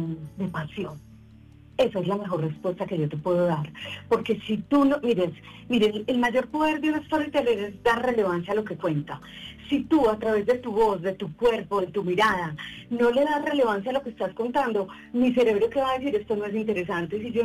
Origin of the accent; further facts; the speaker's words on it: Titiribí, Antioquia, Colombia; moved away; yo soy de Titiribí, de un pueblito apartado donde el viento llega y se devuelve porque no hay nada que hacer.